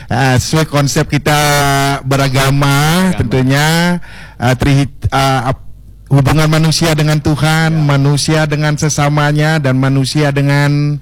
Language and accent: Indonesian; Bali, Indonesia; kita sebagai warga Bali